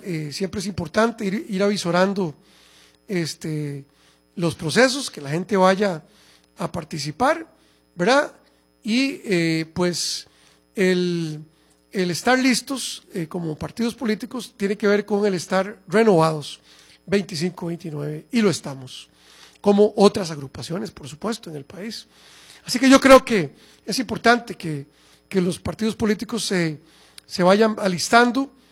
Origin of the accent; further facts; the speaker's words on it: Costa Rica; Yo estoy muy preocupado como ciudadano costarricense sobre lo que pueda pasar en Costa Rica en el 2030.